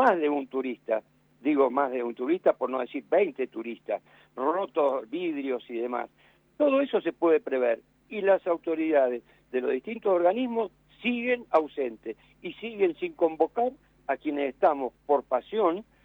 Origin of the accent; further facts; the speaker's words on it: Argentina; Nosotros como argentinos